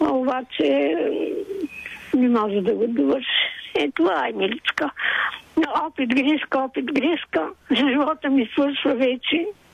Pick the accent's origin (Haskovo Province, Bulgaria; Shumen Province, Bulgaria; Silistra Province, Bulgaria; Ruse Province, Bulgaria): Ruse Province, Bulgaria; Ruse; Абе аз съм от Руса, имам висше образование.